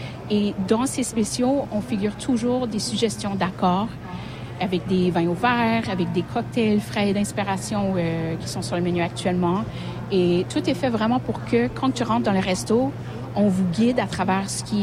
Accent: Quebec, Canada; En tant que Québécois

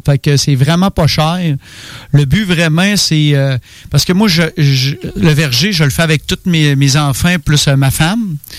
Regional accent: Sainte-Rose-du-Nord, Quebec, Canada; born there; moved away; je viens de Sainte-Rose-du-Nord, un petit village que je vivais dans le bois.

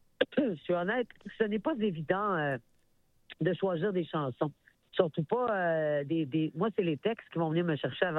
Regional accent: Saguenay, Quebec, Canada; now in Montreal, Canada; Je suis à Montréal depuis 26 ans, donc j'ai plus de vie à Montréal que j'en ai au Saguenay.

